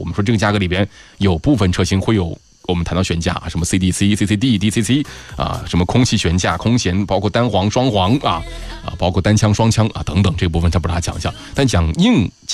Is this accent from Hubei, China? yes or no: yes; Yichang, Hubei, China; 因为我是宜昌的